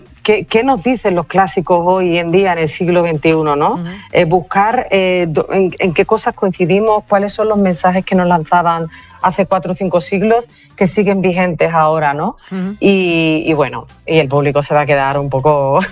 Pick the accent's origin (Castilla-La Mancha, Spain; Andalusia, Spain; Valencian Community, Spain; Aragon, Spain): Aragon, Spain; Zaragoza; born there; Yo soy nacida en Zaragoza